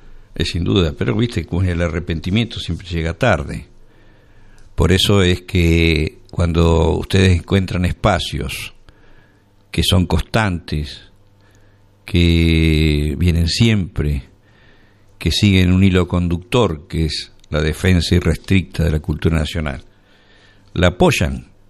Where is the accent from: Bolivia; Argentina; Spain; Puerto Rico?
Argentina